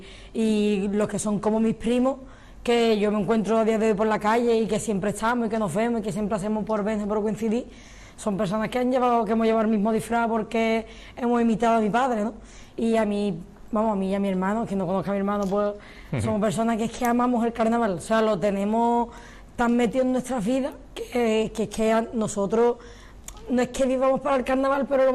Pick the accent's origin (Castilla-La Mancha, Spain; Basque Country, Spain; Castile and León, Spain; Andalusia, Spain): Andalusia, Spain; Cádiz; creo que la gente que somos de Cádiz, que nos gusta el carnaval